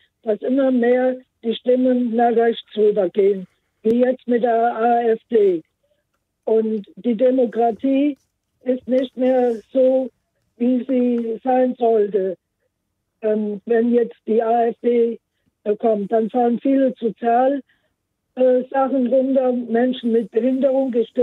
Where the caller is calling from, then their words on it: Siegen, North Rhine-Westphalia, Germany; Ich komme aus Siegen.